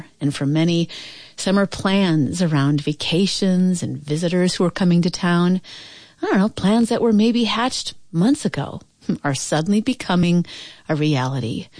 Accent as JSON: {"language": "English", "region": "Midwest", "country": "United States", "tie": "born or raised there", "moved": "yes", "said": "growing up in the Midwest"}